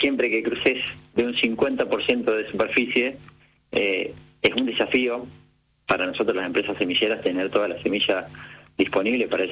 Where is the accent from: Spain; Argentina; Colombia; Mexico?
Argentina